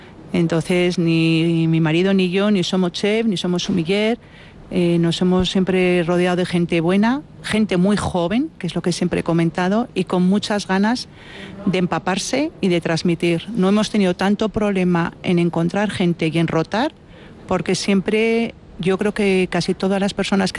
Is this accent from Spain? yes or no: yes; Vitoria, Basque Country, Spain; Pues a ver, yo soy de Vitoria, de una familia totalmente de estar en la calle, poteando